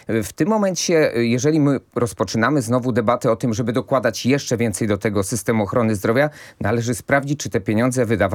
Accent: Kraków, Lesser Poland, Poland; akurat z Krakowa, jestem z Krakowa

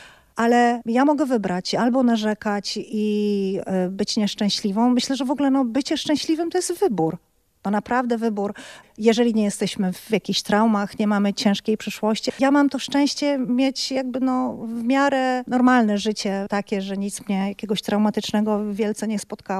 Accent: Kalisz, Greater Poland Voivodeship, Poland; born there; also born or lived in Poznań / New York; now in Gdańsk, Poland; Urodziłam się w Kaliszu, w sumie byłam 25 lat w Poznaniu, ponad 7 w Nowym Jorku. Teraz jestem 5. rok w Gdańsku. Myślę, że jednak jestem z Kalisza. Tam jesteśmy, gdzie nasze groby, naszych przodków, tam gdzie ta historia się zaczęła, więc myślę chyba o sobie jako dziewczynie z Kalisza w podróży.

